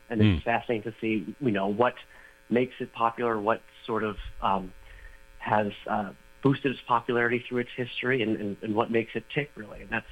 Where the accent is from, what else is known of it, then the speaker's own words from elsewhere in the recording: United States; as an American